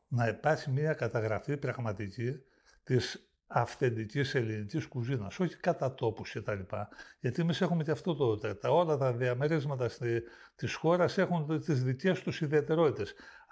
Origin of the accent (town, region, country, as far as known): Greece